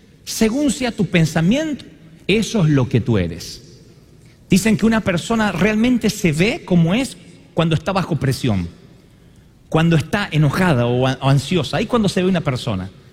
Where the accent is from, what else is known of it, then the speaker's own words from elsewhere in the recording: Argentina; Sé que soy lindo como todo argentino. Sé que no aparento la edad que tengo y todos me dan 20 y tantos.